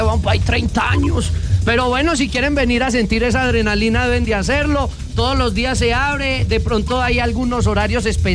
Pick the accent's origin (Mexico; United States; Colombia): Colombia; Medellín, Antioquia; now in Rionegro, Colombia; Sí, somos de Medellín, pues nos vinimos para Río Negro.